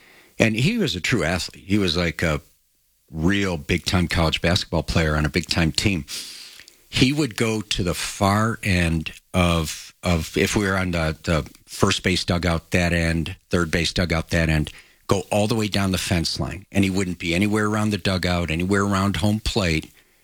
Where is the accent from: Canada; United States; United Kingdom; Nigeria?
United States; Chicago, Illinois; moved away; growing up in Chicago